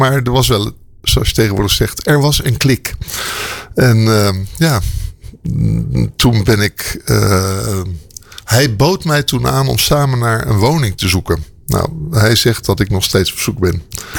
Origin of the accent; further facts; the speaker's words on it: Oegstgeest, South Holland, Netherlands; now in Aalsmeer, Netherlands; Nee, ik ben er eentje van Ali en Bert. En dat waren mensen uit Oegstgeest. Preciezer, Bert kwam uit Lisse en Ali kwam uit Sassheim. En ik uit Oegstgeest.